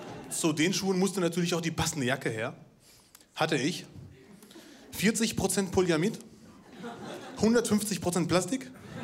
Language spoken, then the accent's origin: German; Bielefeld, North Rhine-Westphalia, Germany; now in Duisburg, Germany; Ja, ich bin Marokkaner, komme aus Bielefeld, wohne in Duisburg.